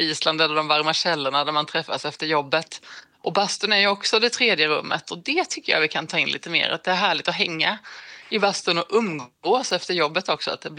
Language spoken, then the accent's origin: Swedish; Småland, Sweden; som en smålänning främst.